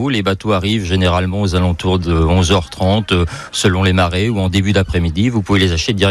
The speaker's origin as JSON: {"language": "French", "town": "Saint-Gilles-Croix-de-Vie", "region": "Pays de la Loire", "country": "France", "tie": "born there", "moved": "yes", "said": "Oui, je suis Croix-de-Vie même, né à Saint-Gilles-Croix-de-Vie."}